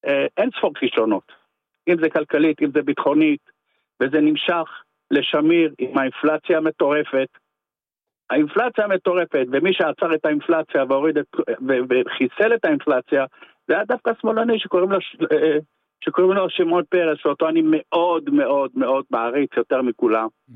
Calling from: Kiryat HaKarmel, Haifa District, Israel; קריית הכרמל. דיברנו כבר.

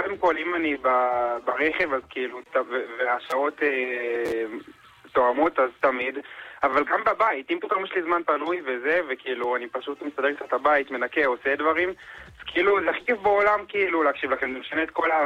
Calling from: Jerusalem, Jerusalem District, Israel; השתחררתי בדיוק לפני שנה מהצבא, אני מירושלים, כרגע אני סטודנט לכלכלה ומנהל עסקים באוניברסיטה העברית

